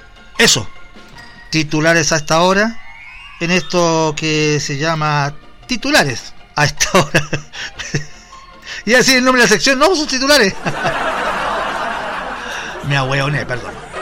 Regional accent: Chile

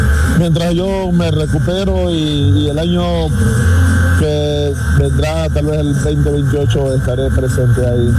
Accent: Tonchigüe, Esmeraldas, Ecuador; la gente de mi pueblo, Tonsigüe

